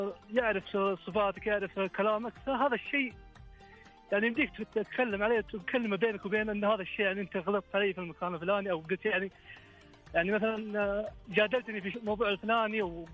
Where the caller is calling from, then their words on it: Taif, Makkah Province, Saudi Arabia; من الطايف عروس المصايف.